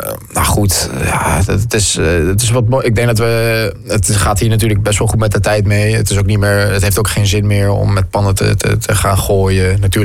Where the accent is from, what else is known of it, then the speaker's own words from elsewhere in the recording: Netherlands; ik kom wel uit Nederland. Ik versta het wel, maar ook wel tot een bepaald niveau